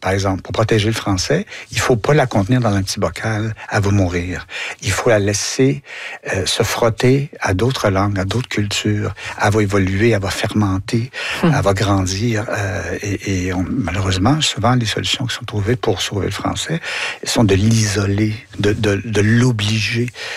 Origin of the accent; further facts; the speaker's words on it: Quebec, Canada; montrer, en tant que Québécois, ce que les mots veulent dire à des anglophones